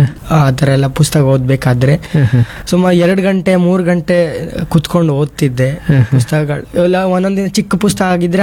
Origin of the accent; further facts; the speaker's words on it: Hanumanalu, Karnataka, India; ಊರು ಇಲ್ಲೇ, ಇಲ್ಲಿಂದ 1/2 ಇಲ್ಲಿಂದ 25 ಇದೆ, ಬನ್ನೂರು ಅಂತ. ಬನ್ನೂರು ಹತ್ರ ಹನುಮನಾಳು ನಮ್ಮೂರು.